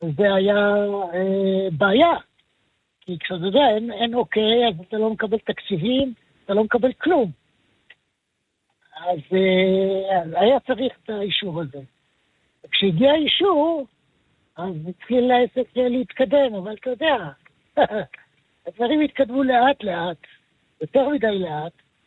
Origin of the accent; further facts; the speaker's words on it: Tel Aviv, Tel Aviv District, Israel; born there; now in Arava, Israel; אני יליד תל אביב